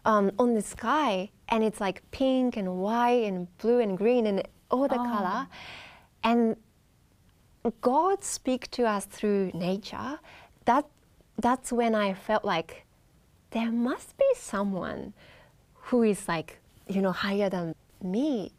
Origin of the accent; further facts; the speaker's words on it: Japan; English is a second language; also born or lived in Iceland; because I grew up in Japan the whole time not knowing, and Japan is a very mono culture.